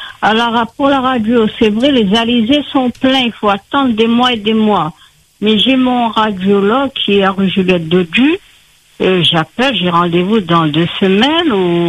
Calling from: Saint-Denis, Réunion; moi, je suis à Saint-Denis

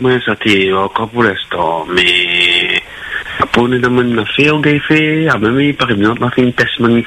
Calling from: France; J'habite en France, moi.

